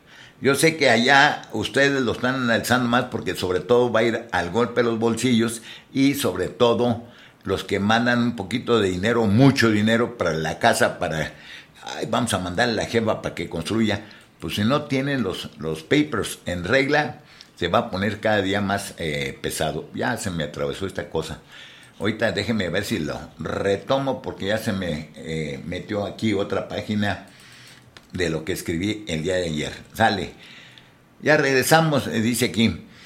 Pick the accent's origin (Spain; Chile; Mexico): Mexico; Somos mexicanos o somos latinos o somos migrantes que así como llegamos ahí tenemos que buscar cómo no dejar de mandar las remesas.